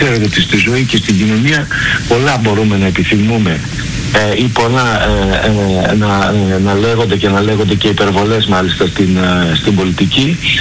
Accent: Arta, Epirus, Greece; Είμαι από την Άρτα, είμαι βουλευτής Άρτας.

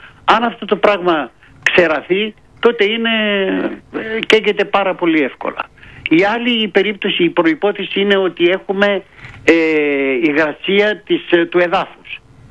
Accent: Eirinikó, Central Macedonia, Greece; Είμαι στο χωριό μου, στο Κιλκής, λέγεται Ειρηνικό το χωριό.

